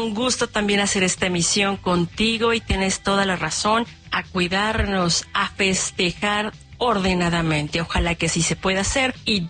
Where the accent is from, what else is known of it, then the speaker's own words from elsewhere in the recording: Mexico; que nos corresponde como mexicanos